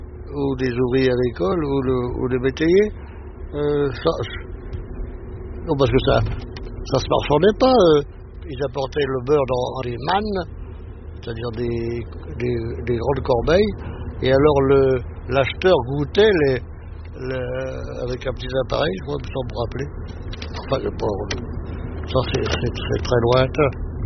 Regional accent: Paris, Île-de-France, France; born there; Mais non, je vous dis, je suis né à Paris, rue Carrière-Lemoine.

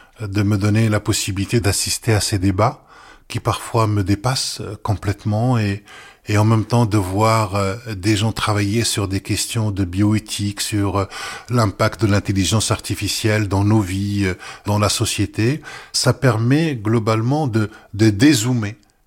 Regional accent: Morocco; moved away; D'abord, c'est mon pays d'origine

